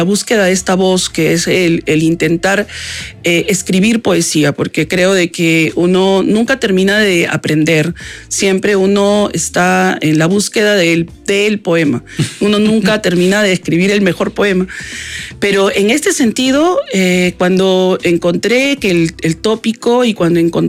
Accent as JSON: {"language": "Spanish", "region": "Lima", "country": "Peru", "tie": "born or raised there", "said": "Yo nací a media cuadra de la Plaza Italia, en el antiguo Hospital San Bartolomé. Uh-huh. Viví en la cuadra 8 del Jirón Junín, en una quinta de 26 casas. Y bueno, mi niñez fue la Plaza Italia, detrás del Congreso y el Carmen"}